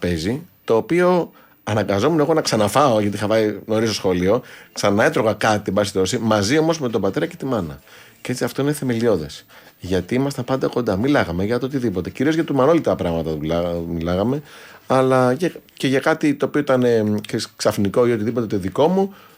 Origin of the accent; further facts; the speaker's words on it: Nea Smyrni, Attica, Greece; εγώ γεννήθηκα στη Νέα Σμύρνη, πολύ όμορφη γειτονιά. Και με την έννοια της γειτονιάς, πολύ όμορφα χρόνια, έμεινα εκεί 16 χρόνια.